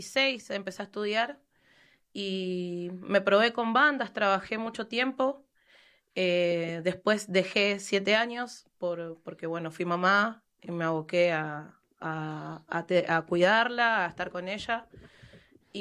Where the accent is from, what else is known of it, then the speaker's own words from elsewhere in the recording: Argentina; estoy en un centro de formación, un punto de formación en Villa Escazo, de donde soy yo